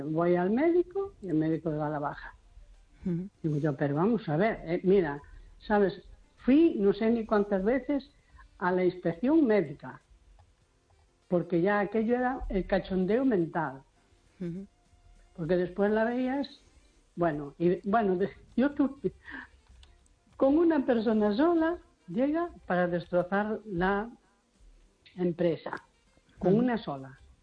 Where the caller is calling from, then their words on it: A Coruña, Galicia, Spain; de Coruña.